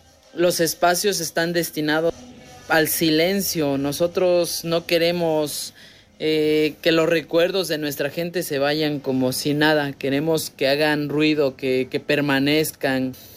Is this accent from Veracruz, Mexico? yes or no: yes; Rafael Delgado, Veracruz, Mexico; Nosotros somos de aquí, de Rafael Delgado, entre las altas montañas de Veracruz.